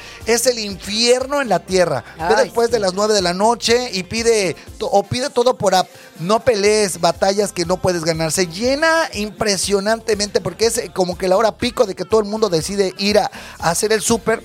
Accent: Mexico; Somos mexicanos, obviamente

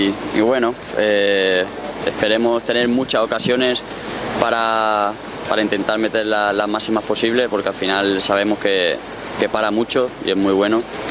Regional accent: Uruguay; Es especial más allá de que soy uruguayo, soy extranjero, obviamente que uno en Uruguay miraba a Boca

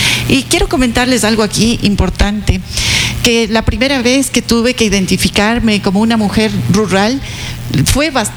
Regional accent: Tungurahua, Ecuador; Soy de Huachigrande, de la Manzana de Oro

